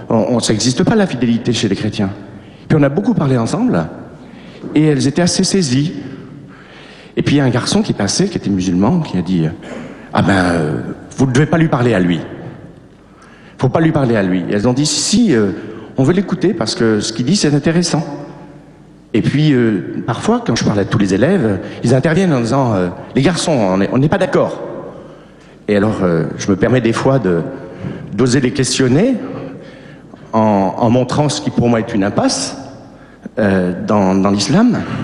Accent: Clermont-Ferrand, Auvergne-Rhône-Alpes, France

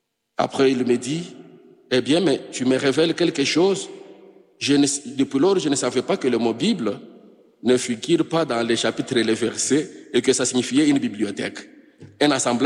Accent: DR Congo; chez nous en République démocratique du Congo, dont je suis originaire.

